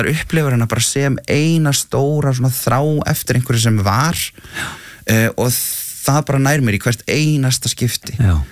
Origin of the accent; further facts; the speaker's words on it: Akranes, Western Region, Iceland; born there; Jú, ég sem sagt fæddur á Akranesi